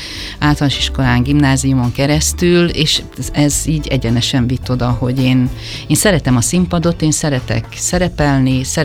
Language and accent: Hungarian; Tököl, Pest, Hungary; born there; Tökölön élek, ahol születtem, és ahol a testvéreim is laknak, ingázom Debrecen és Tököl között.